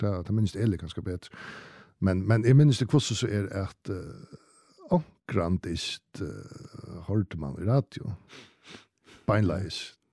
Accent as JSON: {"language": "Swedish", "country": "Denmark", "said": "trots att jag är dansk."}